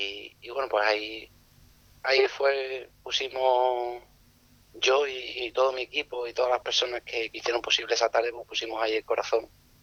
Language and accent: Spanish; Andalusia, Spain; la provincia de Cádiz, que es mi tierra, que es maravillosa, de la isla, de Chiclana y de toda aquella zona